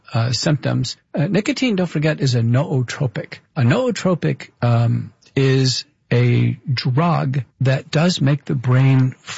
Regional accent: Texas, United States; I grew up in Texas.

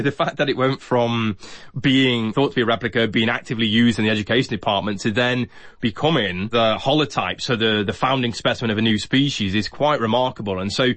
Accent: Doncaster, Yorkshire and the Humber, United Kingdom; born or raised there

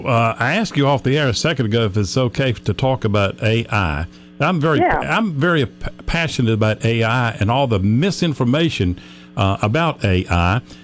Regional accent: Norfolk, Virginia, United States; From Norfolk.

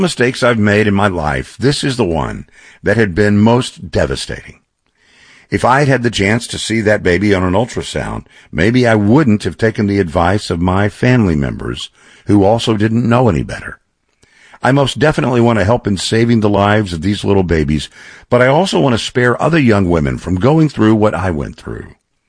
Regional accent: Texas, United States; moved away; my home state of Texas.

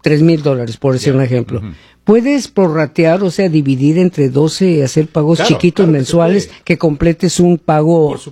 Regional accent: Sonora, Mexico; moved away; yo soy de Sonora del Norte, tenemos mucha influencia americana, ¿no?

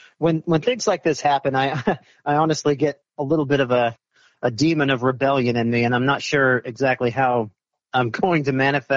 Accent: Kansas, United States; This is my home state. I've lived here all but 2 years of my life, and yet every year since I've been living as a woman and having come out as transgender

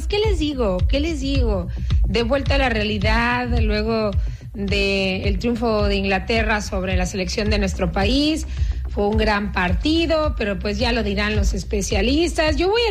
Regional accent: Mexico

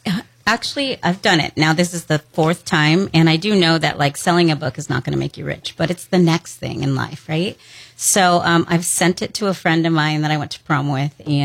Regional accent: San Diego, California, United States; I'm from San Diego.

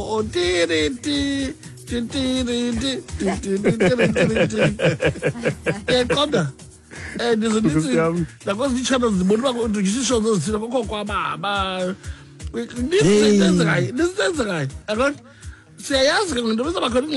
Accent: Australia; Unfortunately, I'm the Australian, so but I do know at home that no one is going to watch nothing else except for World Cup.

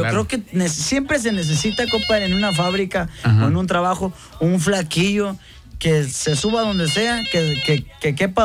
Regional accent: Monterrey, Nuevo León, Mexico; Soy de Monterrey.

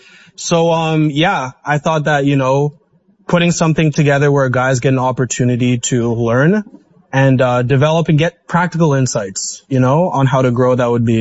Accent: Ottawa, Ontario, Canada; also born or lived in Winnipeg; So I grew up with a lot of challenges. We moved from Winnipeg to Ottawa when I was very young.

